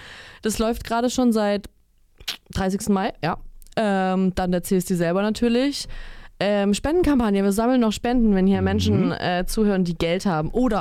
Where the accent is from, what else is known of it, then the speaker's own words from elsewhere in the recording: Swabia, Germany; now in Thuringia, Germany; ich komme nämlich aus Schwaben.